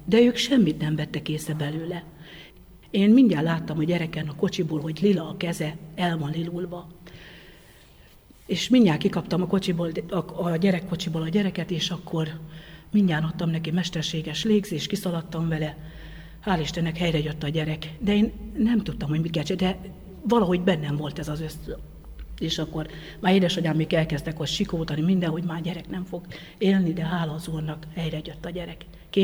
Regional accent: Zsolca, Borsod-Abaúj-Zemplén, Hungary; born there; Hát, mert itt születtem Zsolcán, itt ismertem meg János bácsit.

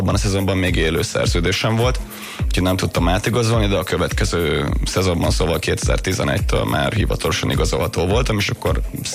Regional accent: Dunaújváros, Fejér, Hungary; Dunajavárosban rengeteget, az utánpótlás éveimet is számolva.

